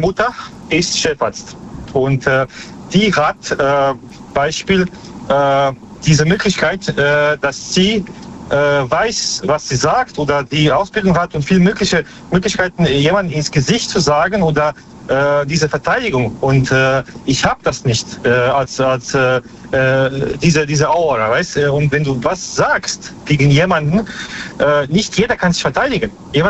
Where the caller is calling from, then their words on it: Baden-Baden, Baden-Württemberg, Germany; Ich komme aus Baden-Baden.